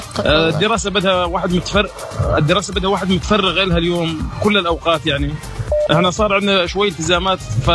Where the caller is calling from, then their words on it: Deir ez-Zor, Deir ez-Zor Governorate, Syria; من دير الزور.